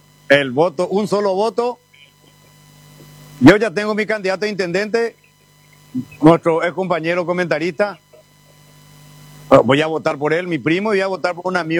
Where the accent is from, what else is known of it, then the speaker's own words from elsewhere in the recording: Areguá, Central, Paraguay; born there; ¿Cómo que no vivo en Areguá? Nací en Areguá. Tengo mi casa en Areguá.